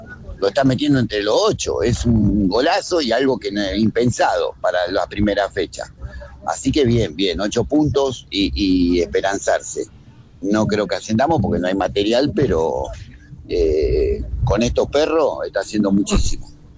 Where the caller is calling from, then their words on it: Rafael Castillo, Buenos Aires Province, Argentina; de Rafael Castillo